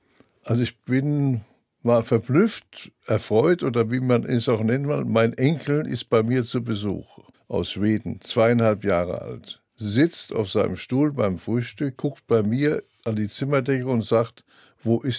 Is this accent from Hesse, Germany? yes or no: yes; Darmstadt, Hesse, Germany; born there